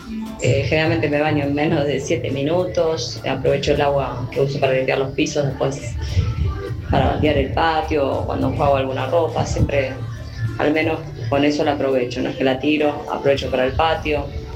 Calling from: Castelar, Buenos Aires Province, Argentina; de Castelar.

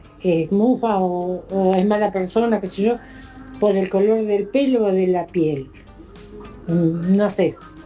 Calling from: La Plata, Buenos Aires Province, Argentina; de La Plata.

